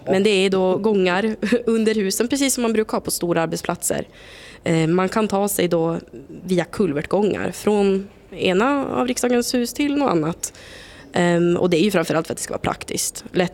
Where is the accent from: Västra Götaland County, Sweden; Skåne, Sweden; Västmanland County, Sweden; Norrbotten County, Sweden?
Norrbotten County, Sweden; Luleå; now in Stockholm, Sweden; jag är från Norrbotten, Luleå, men har bott här ett tag nu.